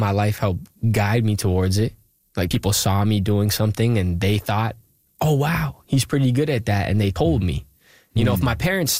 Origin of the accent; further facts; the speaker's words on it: Pickering, Ontario, Canada; We start a community initiative called Pick Waste, because I'm from Pickering, and we pick up trash.